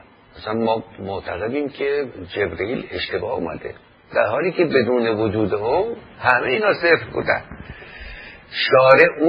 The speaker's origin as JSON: {"language": "Persian", "country": "Iran", "said": "بنانیم ایرانی هستیم،"}